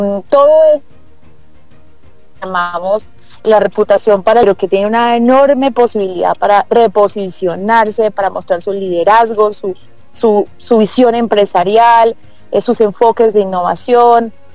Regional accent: Colombia; Algunos se suelen, como somos los colombianos, sorprenderse o mofarse cuando decimos que Cali debería convertirse como en una Singapur

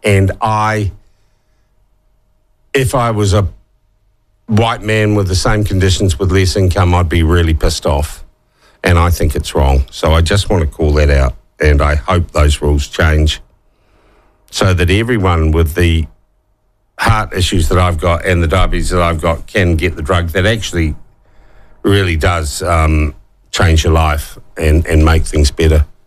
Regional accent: New Zealand; I am a Pacific Islander because I'm a New Zealander, and that's an island in the Pacific.

